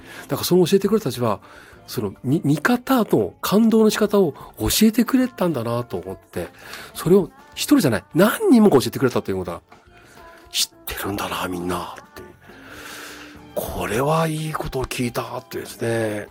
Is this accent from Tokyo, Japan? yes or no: no; Rumoi, Hokkaido, Japan; moved away; 私の出身の留萌は、夜は雲が出てるか出ないかわからないもんね。